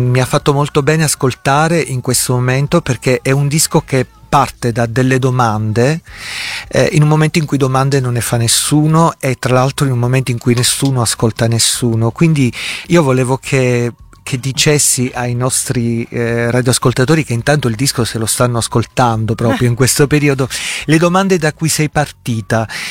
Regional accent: Sicily, Italy; Io l'ho ascoltato da siciliano, le parole le capisco.

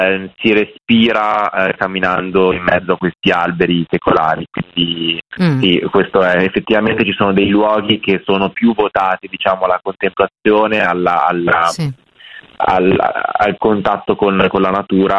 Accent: Milan, Lombardy, Italy; io sono di Milano

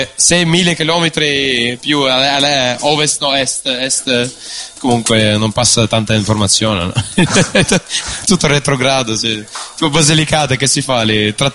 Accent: Siberia, Russia; Noi siberiani, noi siamo i terroni della Russia in realtà.

